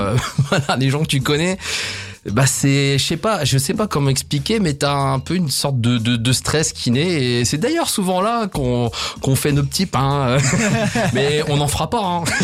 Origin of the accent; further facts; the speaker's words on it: Les Grandes-Loges, Grand Est, France; moi je suis originaire des Grandes Loges et Juvigny, enfin on est voisins, j'y passe beaucoup de temps.